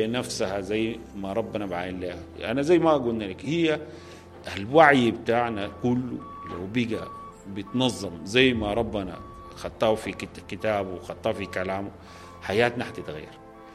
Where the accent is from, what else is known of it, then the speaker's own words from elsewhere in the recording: Sudan; لنساء بلادي السودان